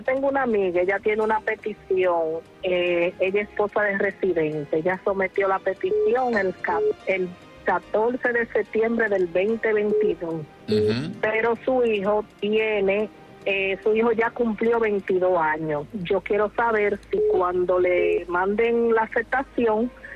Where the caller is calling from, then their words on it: Charlotte Amalie, U.S. Virgin Islands; Te hablo desde San Tomás, Islas Vírgenes.